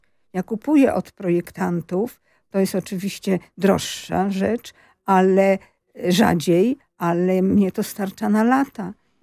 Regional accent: Łódź, Łódź Voivodeship, Poland; U nas w Łodzi.

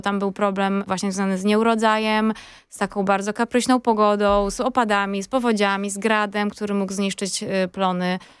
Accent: Kraków, Lesser Poland, Poland; Wychowywałam się w Krakowie, tak.

